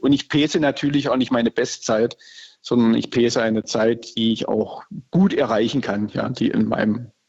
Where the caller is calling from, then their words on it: Stuttgart, Baden-Württemberg, Germany; Ich komme aus Stuttgart. Ich lebe in Stuttgart, ja.